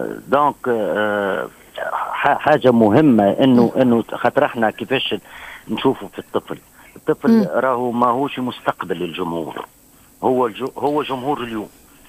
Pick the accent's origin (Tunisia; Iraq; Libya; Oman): Tunisia; أنا كتونسي مسرحي تونسي